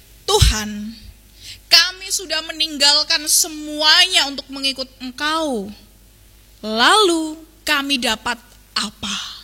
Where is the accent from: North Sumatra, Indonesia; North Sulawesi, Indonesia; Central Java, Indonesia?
Central Java, Indonesia; Kutoarjo; now in Yogyakarta, Indonesia; Saya tidak asli Jogja, saya dari Kutoarjo.